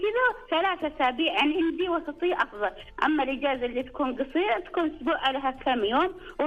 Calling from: Sabya, Jazan Province, Saudi Arabia; أنا محافظة مدينة هي، بس يقول لها محافظة صبية.

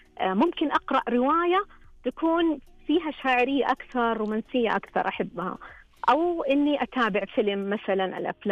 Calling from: Taif, Makkah Province, Saudi Arabia; عندنا في الطائف

